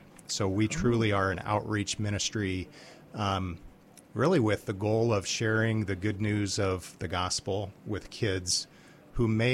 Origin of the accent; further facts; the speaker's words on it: Exira, Iowa, United States; now in Mason City, United States; I am a native Iowan. I grew up in Southwest Iowa, small little farm town called Exira.